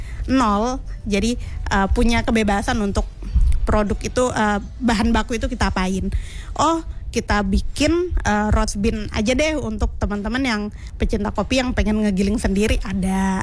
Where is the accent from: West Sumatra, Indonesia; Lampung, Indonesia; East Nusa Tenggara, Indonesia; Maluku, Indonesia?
Lampung, Indonesia; aku sama kakakku gitu, dalam hal ini yang sama-sama kita anak Lampung Barat